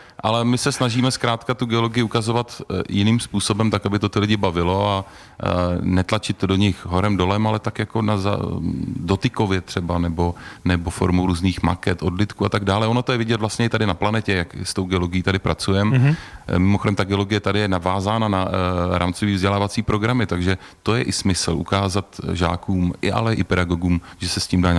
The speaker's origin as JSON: {"language": "Czech", "town": "Chrudim", "region": "Pardubice Region", "country": "Czechia", "said": "Já jsem z Chrudimi"}